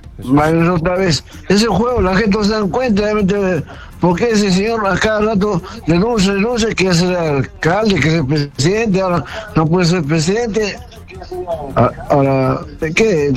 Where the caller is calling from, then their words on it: San Juan de Lurigancho, Lima, Peru; De San Juan de Urigancho